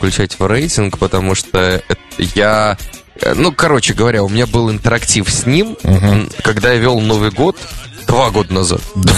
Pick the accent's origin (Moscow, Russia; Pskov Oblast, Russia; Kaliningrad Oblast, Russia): Pskov Oblast, Russia; Opochka; Откуда? Я из Опочек.